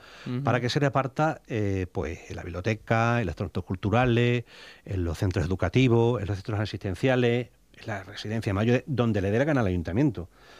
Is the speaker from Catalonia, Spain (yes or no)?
no; Extremadura, Spain